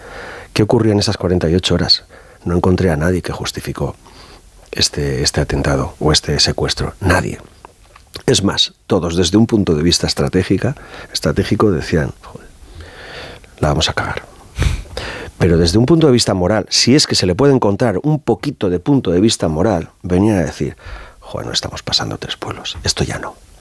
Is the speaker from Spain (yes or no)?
yes; Irun, Basque Country, Spain; Yo soy de Irún, soy del 67, la misma edad que Miguel Ángel, mi vida ha sido atravesada por la violencia, la presencia de ETA, ¿no?